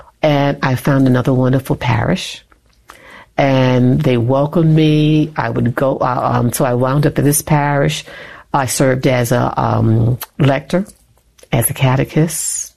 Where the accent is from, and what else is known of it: New York, United States; accent: New York